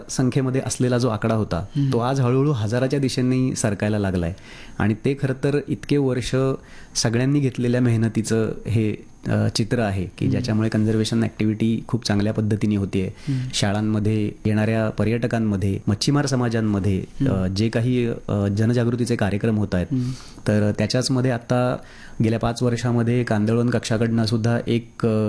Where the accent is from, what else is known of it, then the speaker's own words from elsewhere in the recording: Ratnagiri district, Maharashtra, India; माझं गाव हे रत्नागिरी जिल्ह्यातलं आहे